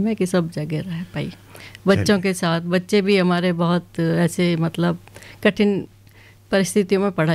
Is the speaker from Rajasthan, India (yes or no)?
yes; Rajasthan, India; moved away as an adult; मैं वैसे राजस्थान से बिलोंग करती हूँ। शादी होके हमने भारत के सभी मतलब जगह पे घूमे इनके साथ। हर एरिया में रहने का मौका मिला मुझे।